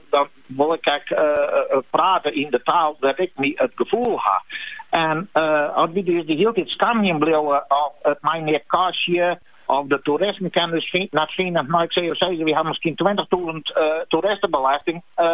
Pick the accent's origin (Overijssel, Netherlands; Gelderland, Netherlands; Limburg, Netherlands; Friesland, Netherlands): Friesland, Netherlands; En ik het recht dat we als Friesen gaan om onze eigen plaknaam te vieren.